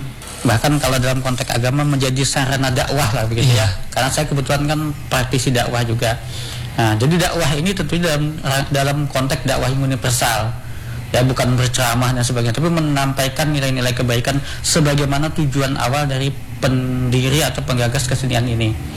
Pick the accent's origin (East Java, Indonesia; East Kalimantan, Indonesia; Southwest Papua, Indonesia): East Kalimantan, Indonesia; Samarinda; Nah kalau saya memang asli Banjar ya, asli Banjar Samarinda juga.